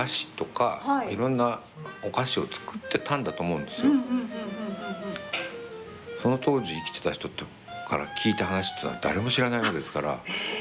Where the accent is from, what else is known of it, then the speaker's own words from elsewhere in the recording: Akita, Japan; moved away; 秋田なんですけど。